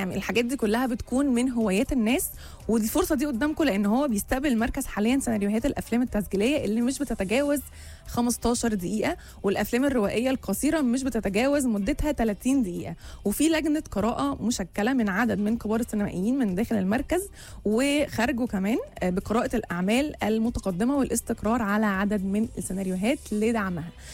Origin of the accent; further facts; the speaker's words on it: Asyut, Asyut Governorate, Egypt; علشان احنا من اسيوط